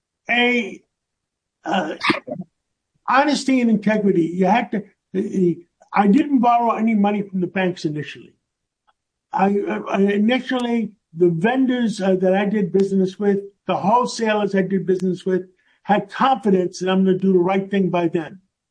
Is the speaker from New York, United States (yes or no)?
yes; New York City, New York, United States; I grew up in Harlem on 135th Street, and between Broadway and Amsterdam Avenue by City College, by Lewiston Stadium up there.